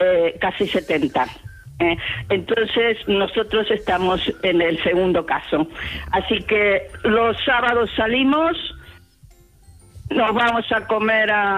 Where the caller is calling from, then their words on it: Barcelona, Catalonia, Spain; de Barcelona.